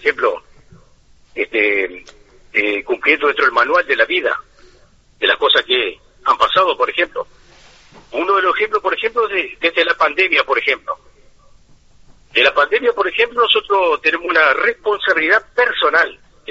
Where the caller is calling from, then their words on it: Salto, Uruguay; yo soy de Salto.